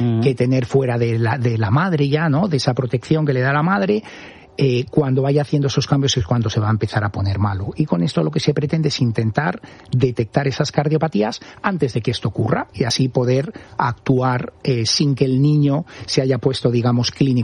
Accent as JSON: {"language": "Spanish", "town": "Cigales", "region": "Castile and León", "country": "Spain", "tie": "born or raised there", "said": "nos casamos en Cigales, que era mi pueblo."}